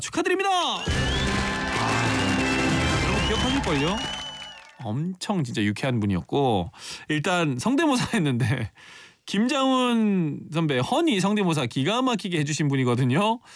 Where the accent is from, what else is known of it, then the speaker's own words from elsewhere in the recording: Ulsan, South Korea; 제가 이제 울산 출신이잖아요.